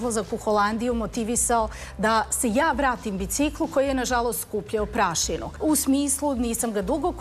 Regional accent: Sombor, Vojvodina, Serbia; Do duše dolazim iz Vojvodine koja je nekako, to vam je osnovno prevozno sredstvo u Somboru, u mom rodnom gradu, bicikl se ne vozi možda dva dana u godini

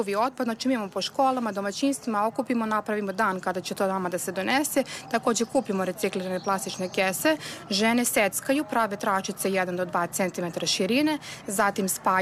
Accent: Kraljevo, Raška District, Serbia; ja sam rodom iz Kraljeva, udata sam u mestu koje broji samo 700 stanovnika.

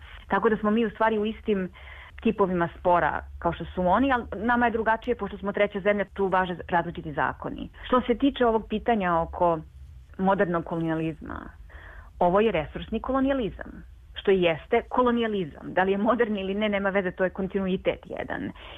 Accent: Serbia; mislim, mi nismo lokalna zajednica, ali mi smo lokalni Srbi, jel tako?

